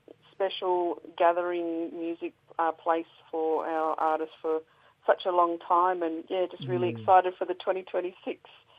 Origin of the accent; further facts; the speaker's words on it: Alice Springs, Northern Territory, Australia; born and bred in Mbantua, Alice Springs, Central Desert. Mob that way from mother's country, then yes. Father's way is Murning, far west coast of South Australia. Place called Coonabar Mission there.